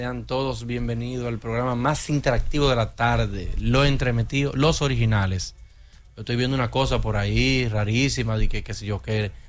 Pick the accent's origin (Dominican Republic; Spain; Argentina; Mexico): Dominican Republic; como los dominicanos que somos.